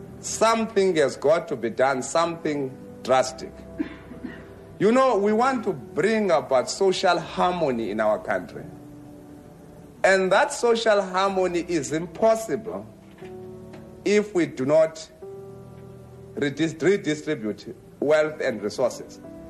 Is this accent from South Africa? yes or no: yes; Stellenbosch, Western Cape, South Africa; I have got a Cape Townian background as well. I grew up in Stellenbosch and I enjoyed my stay there for a long time.